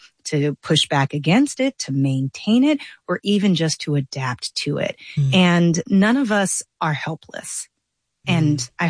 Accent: St. Louis, Missouri, United States; I grew up in St. Louis, Missouri, where we had extreme.

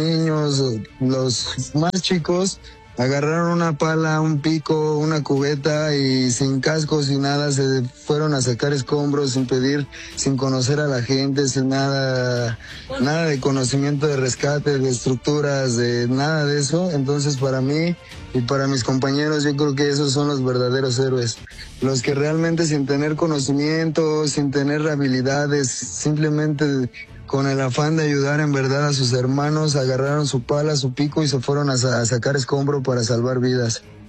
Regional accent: San José de Gracia, Michoacán, Mexico; Yo soy de San José de Gracia, Michoacán.

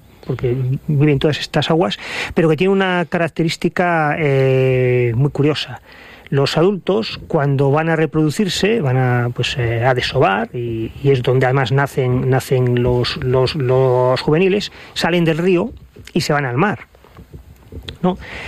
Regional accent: Gijón, Asturias, Spain; y sí las probamos, pues en Gijón, que es de donde soy, ¿no? En la zona de costa.

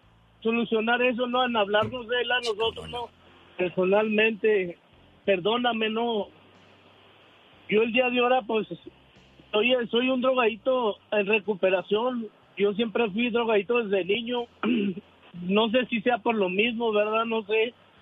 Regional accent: Ciudad Juárez, Chihuahua, Mexico; now in Denver, United States; Yo antes de venirme para acá, Denver, Colorado, soy de Ciudad Juárez, Chihuahua.

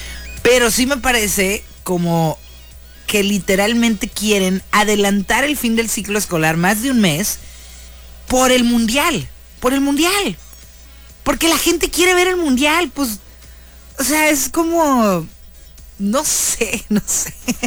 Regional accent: northern Mexico, Mexico; como buena persona norteña, resignada, más no acostumbrada al calor

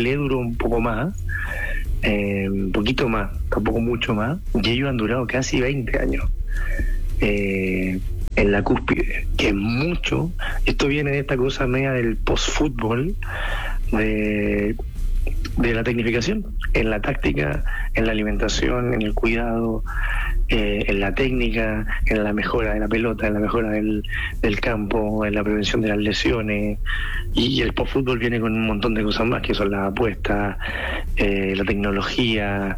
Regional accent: Chile; Peor somos nosotros los chilenos, que ni estamos.

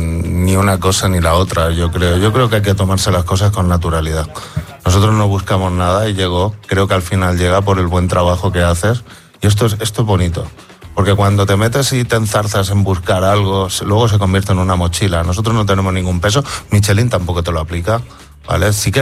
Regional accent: Spain; Aunque a mí Repsol también me gusta, evidentemente somos españoles

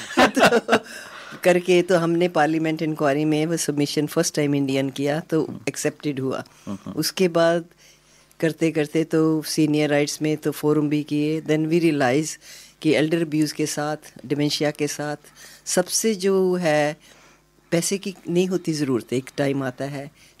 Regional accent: Chandigarh, India; moved away as an adult; now in Australia

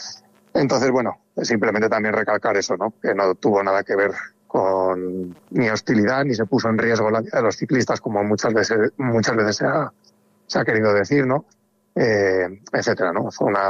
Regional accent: Valladolid, Castile and León, Spain; somos de Valladolid.

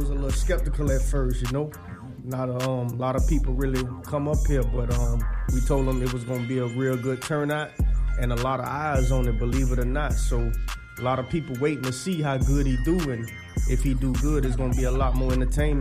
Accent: Florida, United States; I'm from Florida.

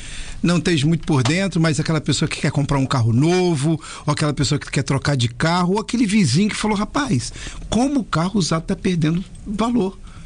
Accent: Brazil

